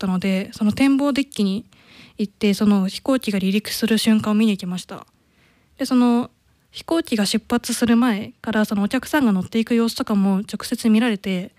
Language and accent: Japanese; Kanto, Japan; まあ、地元が関東なので、その羽田空港とかに遊びに行って